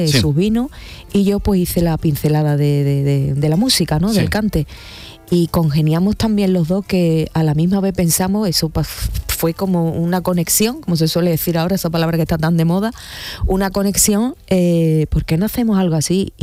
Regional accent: Huelva, Andalusia, Spain; evidentemente por el himno de mi tierra, que es el Fandango de Huelva

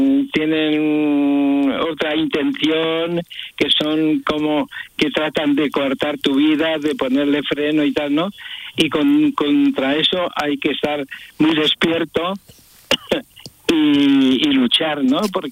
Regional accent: Iznatoraf, Andalusia, Spain; born there; also born or lived in Madrid / London / Netherlands; Primero nací en Iznatoraf, o Toraf

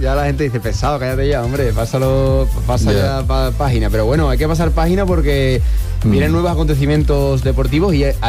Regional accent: Seville, Andalusia, Spain; born there; yo nací en Sevilla y aquí agua tenemos poco.

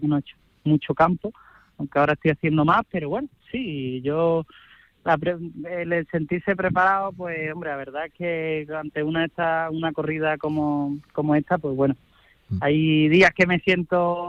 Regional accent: Huelva, Andalusia, Spain; es la de mi tierra, Huelva

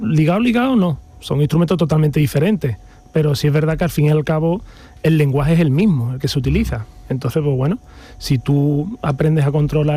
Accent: Andalusia, Spain; accent: Cordobés; Pero bueno, por mi acento cordobés veréis que no me llamo Alex.

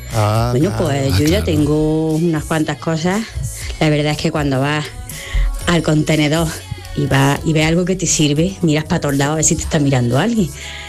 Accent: Úbeda, Andalusia, Spain; de Úbeda, tengo un estudio de fotografía

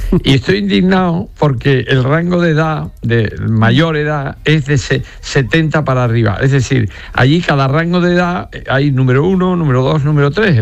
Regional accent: Andalusia, Spain; La patria es como la madre, pues es la que es, y mi patria es mi pueblo, y mi pueblo es el andaluz.

